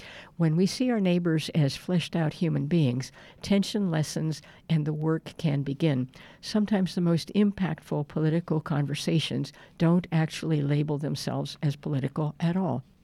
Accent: Columbus, Ohio, United States; I've lived in Ohio for most of my life. I grew up in Columbus, and I returned to a rural Ohio summer camp annually.

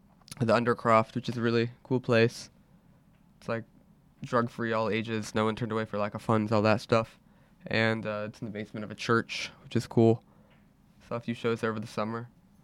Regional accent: Baltimore, Maryland, United States; now in Oberlin, United States; my hometown of Baltimore.

